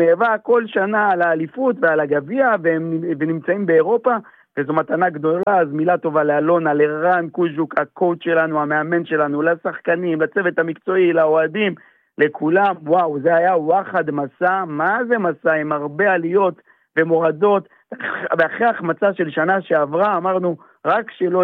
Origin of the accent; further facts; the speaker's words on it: Beersheba, Southern District, Israel; אני נולדתי בבאר שבע